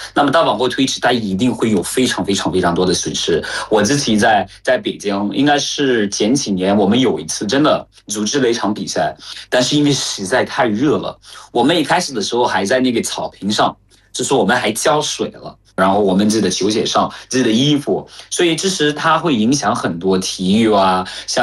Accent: Cameroon; Chinese is a second language; 我是来自喀麦隆的

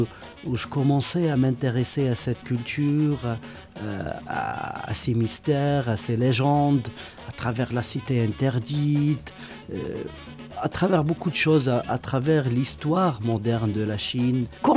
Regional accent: Algeria; Vous savez, en tant qu'Algérien, j'ai eu la chance d'avoir... ces cultures, ce mix de cultures arabes, méditerranéens, africains

